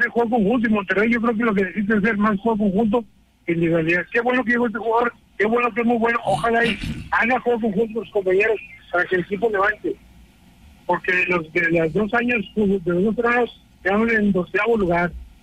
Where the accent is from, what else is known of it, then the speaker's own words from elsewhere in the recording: Argentina; Yo soy uno de Argentina que cuando se cayó un alto, ya no le daban.